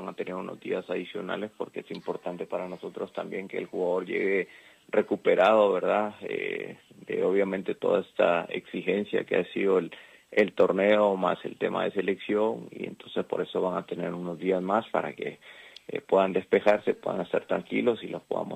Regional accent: Guatemala; also born or lived in Nicaragua; Prácticamente estoy cumpliendo 50 años de estar en Guatemala, toda una vida acá. Vine desde muy pequeño

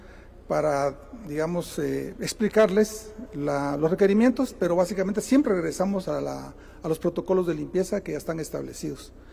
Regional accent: Guatemala; somos guatemaltecos

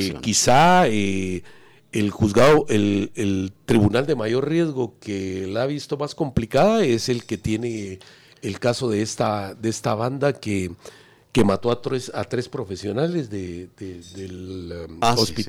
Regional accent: Guatemala; como los guatemaltecos, por ser la Capitanía General, somos apenados por naturaleza

